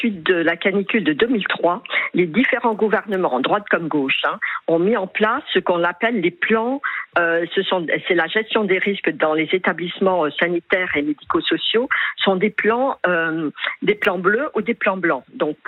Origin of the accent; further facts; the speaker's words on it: Île-de-France, France; j'ai fait la province comme Paris, comme l'Île-de-France, puisque je suis des Hauts-de-Seine.